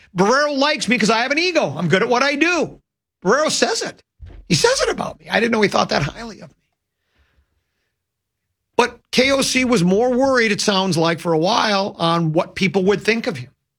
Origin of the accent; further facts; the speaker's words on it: Woodbury, Minnesota, United States; We're both from Woodbury.